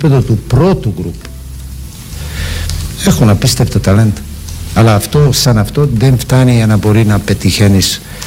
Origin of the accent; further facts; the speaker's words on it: Greece; σαν Έλληνες